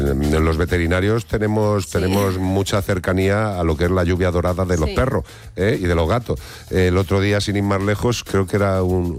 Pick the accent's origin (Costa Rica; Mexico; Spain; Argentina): Spain; A ver, yo amo lo que tengo en mi país y me encanta, pero lo que te quiero decir es que aves de proximidad... en España tenemos aves de proximidad pequeñitas.